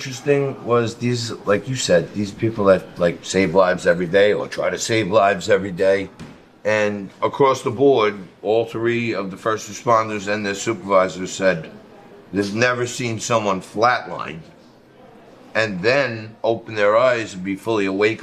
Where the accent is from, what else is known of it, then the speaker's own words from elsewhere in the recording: New York City, New York, United States; we're in my hometown, Staten Island, New York